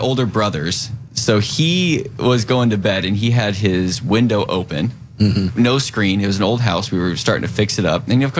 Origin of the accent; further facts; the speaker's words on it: Incline Village, Nevada, United States; also born or lived in Bremerton; I grew up in Lake Tahoe area, a little town, North Lake Tahoe, called Incline Village. And so I spent years like 8 through 18 there.